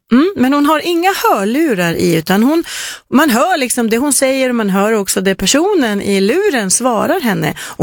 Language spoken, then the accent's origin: Swedish; Sweden; som vi svenskar ju gör